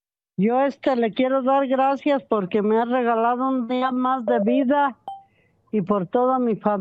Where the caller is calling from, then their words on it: Michoacán, Mexico; Llamo de acá de Michoacán.